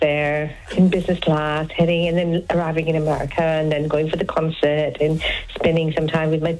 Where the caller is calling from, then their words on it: Morphett Vale, South Australia, Australia; Morfordvale. I'm working from home.